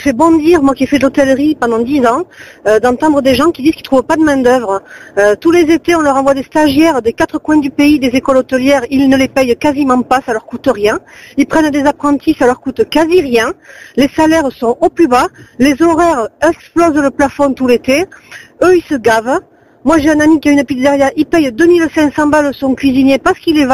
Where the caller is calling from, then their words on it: Occitanie, France; de l'Hérault.